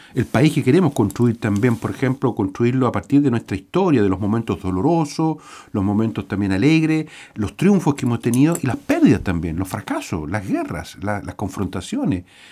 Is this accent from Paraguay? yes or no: no; Chile; los cimientos de nuestra identidad como pueblo chileno